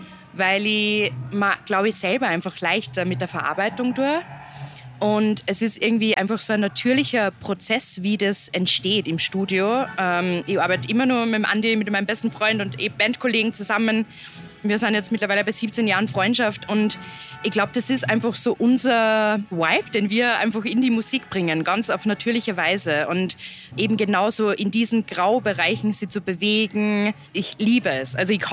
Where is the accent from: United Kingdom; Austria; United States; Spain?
Austria; Upper Austria; wir kommen beide aus Oberösterreich.